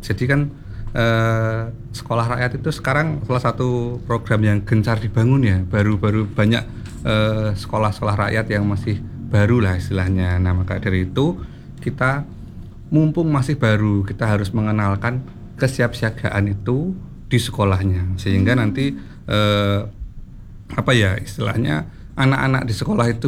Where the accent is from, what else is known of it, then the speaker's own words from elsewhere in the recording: Bojonegoro, East Java, Indonesia; now in Sidoarjo, Indonesia; Saya aslinya Bojonegoro.